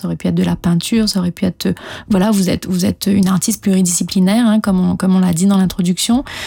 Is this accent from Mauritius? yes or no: yes; Mauritius; sur le drame du Wakashio qu'on a tous vécu en tant que Mauricien.